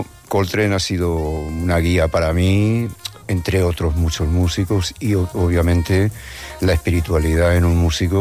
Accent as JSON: {"language": "Spanish", "town": "Madrid", "region": "Community of Madrid", "country": "Spain", "tie": "born there", "said": "Sí, soy nacido en Madrid, cerca de Las Ventas."}